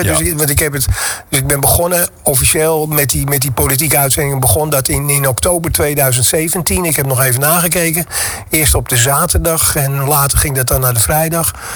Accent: Amsterdam, North Holland, Netherlands; accent: Amsterdam; moved away as an adult; now in Zwijndrecht, Netherlands; ik ben een Amsterdammer en dat kun je ook horen, ook, denk ik.

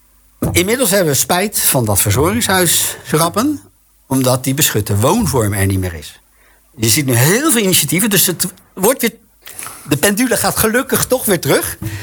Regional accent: Rotterdam, South Holland, Netherlands; En dan maar even om dat andere heen te lullen, zou ik als Rotterdammer kunnen zeggen.

